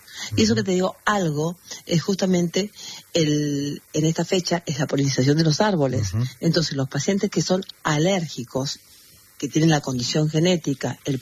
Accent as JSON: {"language": "Spanish", "town": "Bellavista", "region": "Corrientes", "country": "Argentina", "tie": "born or raised there"}